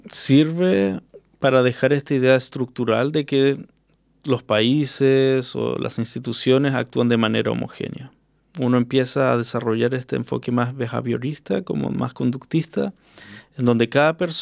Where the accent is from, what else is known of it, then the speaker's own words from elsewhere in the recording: Chile; cosas que yo hacía como chileno, que eran para mí normales, estándar, me di cuenta que en realidad es muy de chileno